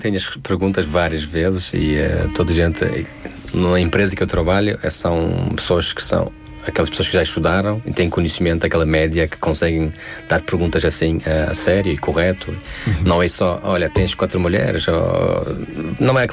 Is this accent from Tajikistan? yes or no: yes; Tajikistan; Portuguese is a second language; moved away as an adult; now in Portugal; eu saí do Tajiquistão, ir para Portugal para estudar e trabalhar